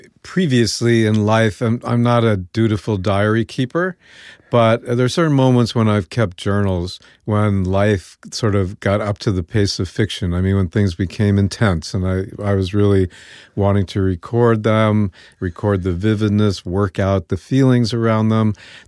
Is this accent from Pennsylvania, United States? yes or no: yes; Wilkes-Barre, Pennsylvania, United States; moved away as an adult; now in New York, United States; growing up in Wilkes-Barre in the 50s and 60s